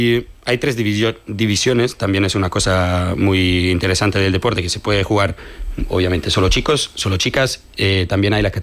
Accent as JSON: {"language": "Spanish", "country": "Italy", "moved": "as an adult", "lives_now": "Logroño, Spain", "said": "Soy italiano, jugué en la selección italiana muchos años."}